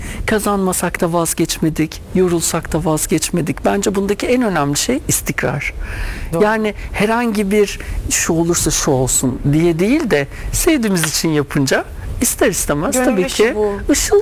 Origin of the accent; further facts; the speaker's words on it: İzmir, Turkey; Bir gün ben İzmirliyim, Kemeraltı diye bir şeyimiz vardır, semtimiz, yerimiz vardır.